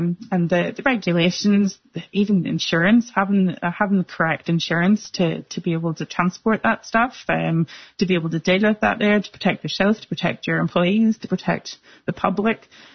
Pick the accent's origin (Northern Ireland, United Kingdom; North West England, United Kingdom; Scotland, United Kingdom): Northern Ireland, United Kingdom; also born or lived in Australia; So I came home from Australia with a brand new plan. There's absolutely nowhere in Northern Ireland that you can get training. So I had to go to England a couple of different courses over the times.